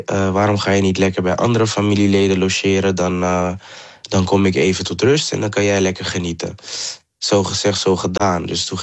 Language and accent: Dutch; Amsterdam, North Holland, Netherlands; Maar omdat ik oorspronkelijk van Amsterdam ben, werd ik overgeplaatst naar een crisisopvang in Amsterdam.